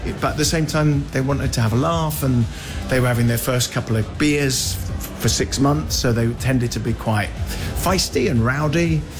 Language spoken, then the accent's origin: English; Aldershot, South East England, United Kingdom; But I grew up in a military town. I was born in Aldershot.